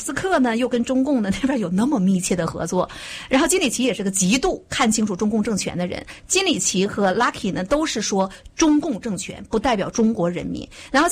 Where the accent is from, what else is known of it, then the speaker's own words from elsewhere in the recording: United States; 我觉得这个是值得我们美国人庆贺的。